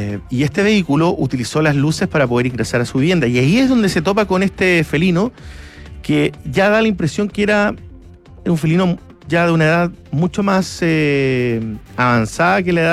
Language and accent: Spanish; Magallanes, Chile; yo vengo de la región de Magallanes y allá los avistamientos de pumas son bastante seguidos